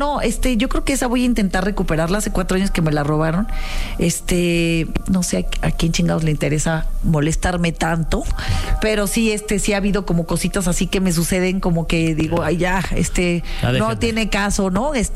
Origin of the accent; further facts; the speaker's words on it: Mexico; y soy mexicana, cabrón.